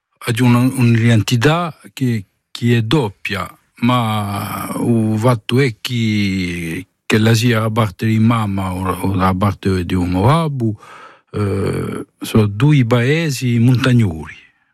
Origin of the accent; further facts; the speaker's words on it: Ajaccio, Corsica, France; also born or lived in Paris, France; sono nato in Parigi parecchi anni fa, dopo sono giunto in Corsica in 75, ho fatto una scolarità in Ajaccio